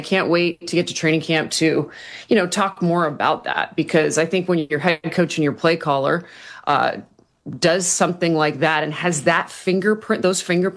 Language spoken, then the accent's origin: English; Canada; But I ain't moving, man. I am Canadian, and I play a little road hockey, so I can take the contact.